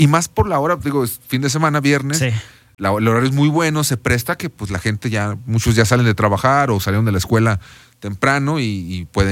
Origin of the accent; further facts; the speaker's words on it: Aguascalientes, Mexico; yo nací y crecí en La Purísima.